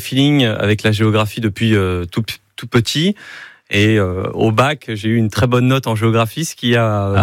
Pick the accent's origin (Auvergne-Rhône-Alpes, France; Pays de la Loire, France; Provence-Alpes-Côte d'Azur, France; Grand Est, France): Pays de la Loire, France; Laval; moved away as an adult; also born or lived in Vendée; j'ai grandi donc à Laval jusqu'à 21 ans, et puis après j'ai fait mes études en Maine-et-Loire.